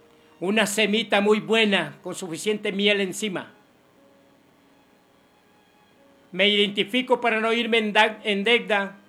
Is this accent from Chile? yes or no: no; San Francisco Gotera, Morazán, El Salvador; Los semiteros somos de Gotera, departamento de Morazán. De ahí somos nosotros los semiteros